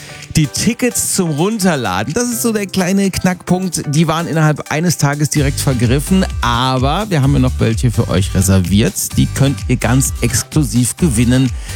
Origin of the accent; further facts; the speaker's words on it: Saarland, Germany; born there; now in Hessen, Germany; die ich vor vielen Jahren als gebürtiger Saarländer hier in Hessen gelernt habe.